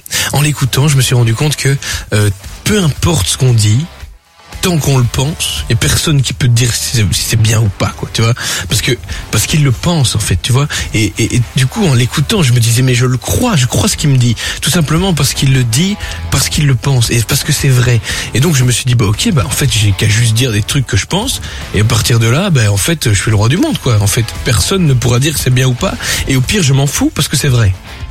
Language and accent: French; Belgium; parce que je suis belge.